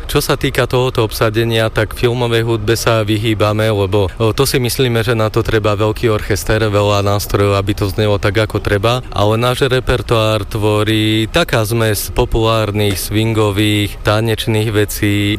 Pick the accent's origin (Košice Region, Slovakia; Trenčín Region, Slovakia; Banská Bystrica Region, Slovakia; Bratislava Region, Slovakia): Trenčín Region, Slovakia; Plevník-Drienové; also born or lived in Považská Bystrica / Žilina; Ja som začínal najskôr v dedinskej dýchovke u nás v Plevníku Drienovom